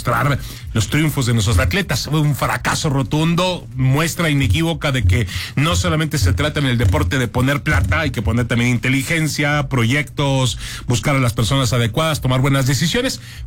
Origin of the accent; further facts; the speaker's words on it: Mexico; A ver, yo como mexicano, y yo conozco muchos mexicanos que no son, que no les importa para nada el fútbol